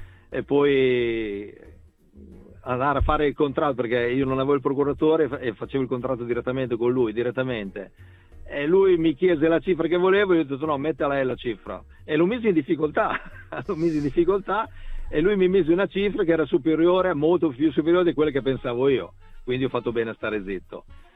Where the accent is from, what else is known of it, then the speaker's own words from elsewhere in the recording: Emilia-Romagna, Italy; sono un emiliano e gli emiliani vogliono la verità.